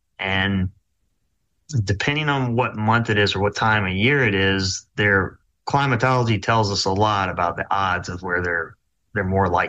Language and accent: English; Baldwin County, Alabama, United States; I grew up in Baldwin County